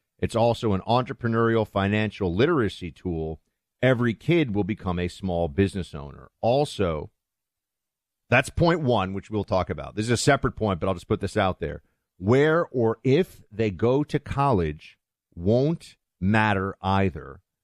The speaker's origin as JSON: {"language": "English", "town": "New York City", "region": "New York", "country": "United States", "tie": "born or raised there", "said": "because I grew up in New York City where kids were just taking the subway or taxis"}